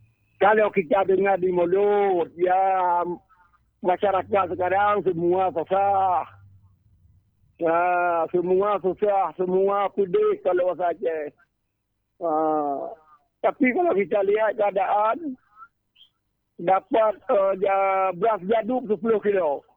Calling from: Aceh, Indonesia

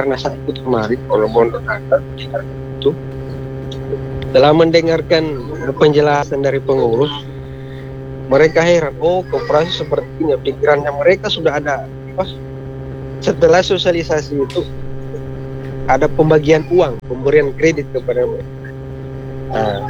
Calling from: Sigi, Central Sulawesi, Indonesia

